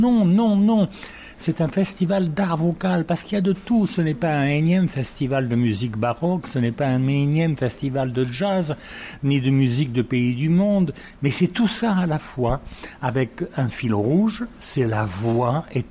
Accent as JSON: {"language": "French", "town": "Tarbes", "region": "Occitanie", "country": "France", "tie": "born or raised there", "also_born_or_lived": "Toulouse", "moved": "as an adult", "said": "Moi j'ai été élevé à Tarbes, je suis né à Tarbes, j'avais une mère très pratiquante"}